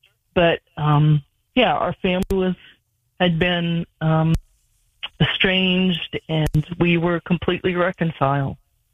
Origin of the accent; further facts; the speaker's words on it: Lancaster, New Hampshire, United States; now in Bethlehem, United States; I was born and raised in Lancaster, New Hampshire, 45 minutes from the Canadian border, which is all considered part of the White Mountains in the North Country in New Hampshire.